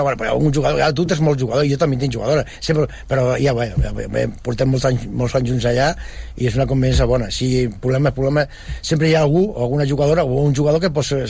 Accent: Terrassa, Catalonia, Spain; now in Sabadell, Spain; Soc fill de Terrassa, però ja estic ben... Bueno, aquí, estic més dies aquí que allà.

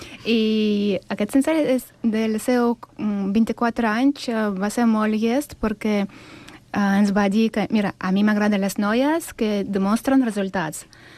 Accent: Sant Cugat del Vallès, Catalonia, Spain; Soc de Sant Cugat, però a cada setmana vaig a Vilafranca del Penedès perquè els senseis són meravellosos.

